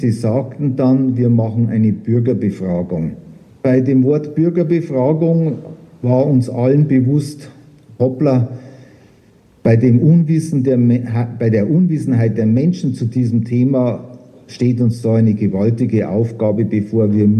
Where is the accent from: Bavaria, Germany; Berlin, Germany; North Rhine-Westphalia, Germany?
Bavaria, Germany; born there; Ich bin gebürtiger Oberbayer, ich stamme aus dem Hochgebirge. Mein Vater war Förster auch im Hochgebirge.